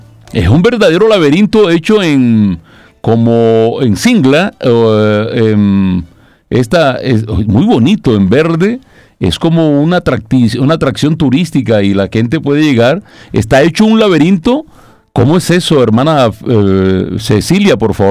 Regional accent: Cartagena, Bolívar, Colombia; born there; also born or lived in Magangué; Allí nací, en Magangué, y me llevaron muy pequeñito a Cartagena.

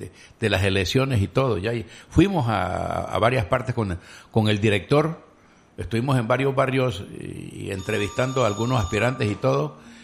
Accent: Colombia; yo crecí ahí por Balboa, por Nayita, donde estaba el tren todos los días

